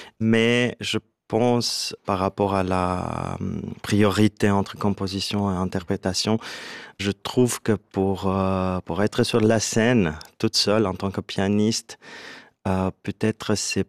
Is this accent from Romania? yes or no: yes; Romania; now in Switzerland; Je viens de Roumanie et ça fait déjà presque 15 ans que je suis en Suisse.